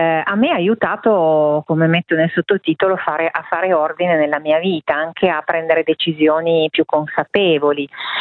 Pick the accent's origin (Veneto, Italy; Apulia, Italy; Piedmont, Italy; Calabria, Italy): Piedmont, Italy; Turin; Io sono torinese, forse si sente anche dal mio accento.